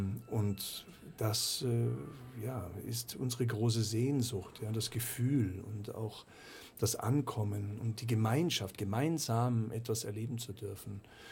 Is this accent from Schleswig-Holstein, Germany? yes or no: no; Munich, Bavaria, Germany; now in Austria; Und das sage ich als Münchner, ja, als Bayer, weil ich doch Österreich so lieben und schätzen gelernt habe. Das ist ja seit vielen, vielen Jahren meine Heimat.